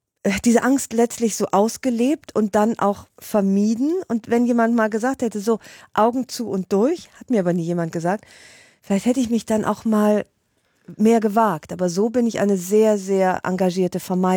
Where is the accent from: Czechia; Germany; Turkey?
Germany; Rhineland; ich bin ja Rheinländerin und Ungarin